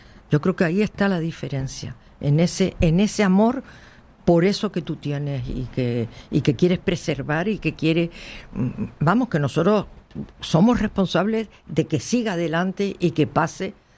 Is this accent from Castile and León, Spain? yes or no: no; Canary Islands, Spain; born there; A mí cuando me dicen, ¿tú eres canaria? Digo, sí. Yo me siento canaria total, porque aquí nací y aquí estoy. Pero al mismo tiempo soy europea, soy africana también, soy ciudadana del mundo.